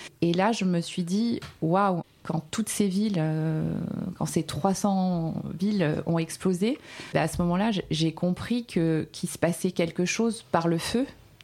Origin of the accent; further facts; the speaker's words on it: Pierrefitte-sur-Seine, Île-de-France, France; j'ai 45 ans, je suis née en 80. J'ai grandi dans le 93 à Pierrefitte-sur-Seine, dans le quartier des Poètes, la Cité Rose. Mes parents sont venus de Tunisie